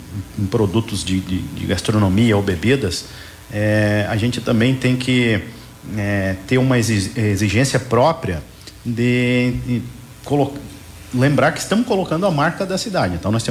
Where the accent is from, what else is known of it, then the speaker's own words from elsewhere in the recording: Joaçaba, Santa Catarina, Brazil; Uma cidade de 30 mil habitantes, não é toda cidade de pequeno porte que tem um teatro. Então a cultura está enraizada na nossa cidade.